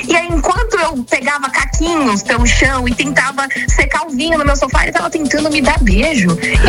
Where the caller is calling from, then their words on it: São Paulo, Brazil; eu sou de São Paulo